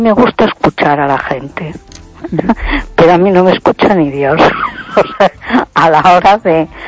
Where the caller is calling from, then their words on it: A Coruña, Galicia, Spain; de Coruña.